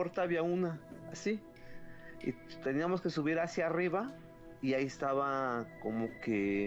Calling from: Mexico City, Mexico; Desde la delegación de Iztapalapa

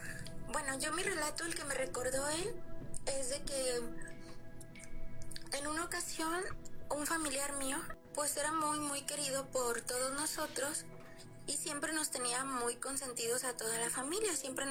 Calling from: Guadalajara, Jalisco, Mexico; De acá, desde Guadalajara, Jalisco.

